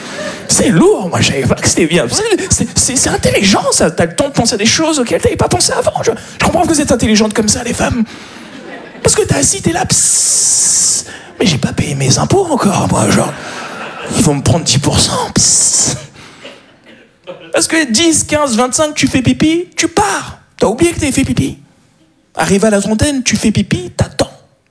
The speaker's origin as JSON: {"language": "French", "town": "Paris", "region": "Île-de-France", "country": "France", "said": "Je suis un Parisien, voilà ce que je suis."}